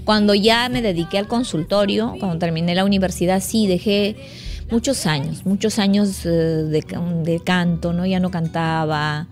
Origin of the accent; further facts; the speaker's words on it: Santiago de Paucaray, Ayacucho, Peru; Soy ayacuchana, de un pueblo muy pequeño, muy musical, de muchas fiestas.